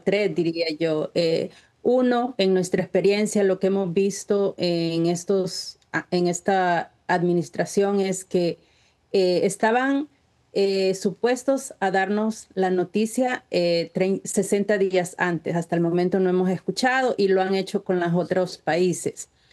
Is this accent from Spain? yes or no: no; El Salvador; now in United States; en lo personal también tengo TPS, soy de El Salvador